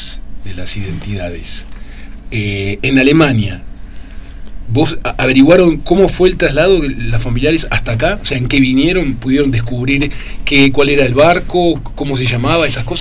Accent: Argentina

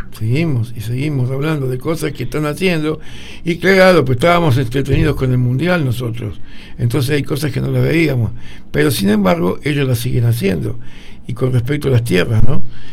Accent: Argentina; como argentino y como quiero mi país

